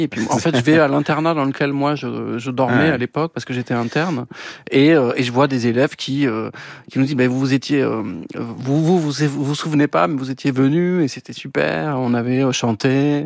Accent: Occitanie, France; moved away; also born or lived in Marciac; Ce sont mes terres natales, en effet. Souillac

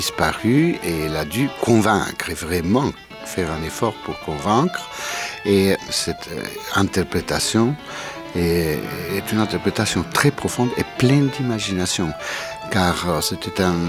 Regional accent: Colombia; Et malheureusement, il n'y avait pas de clavecin chez nous, en Colombie, à l'époque.

